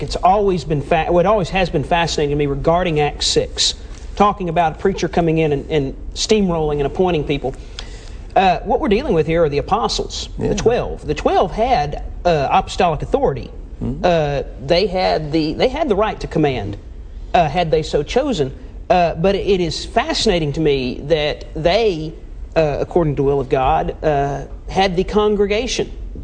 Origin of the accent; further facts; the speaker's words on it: Winchester, Tennessee, United States; When I was growing up in Winchester, Tennessee